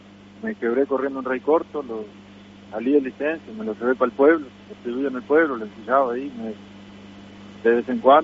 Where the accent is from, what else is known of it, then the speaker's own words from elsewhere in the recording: Caraguatá, Tacuarembó, Uruguay; now in Las Toscas, Uruguay; Somos de Caraguatá.